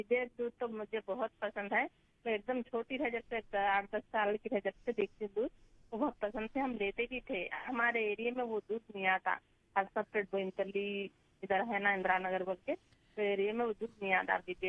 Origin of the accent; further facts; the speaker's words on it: Devarakonda, Telangana, India; ఎందుకంటే మాది దేవరకొండ, నల్గొండ జిల్లా దేవరకొండ, మా డైరీ ఫార్మ్